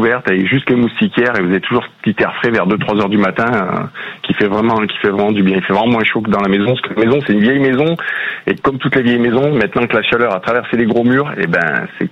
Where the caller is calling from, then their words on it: Nouvelle-Aquitaine, France; chez nous en Charente ou en Dordogne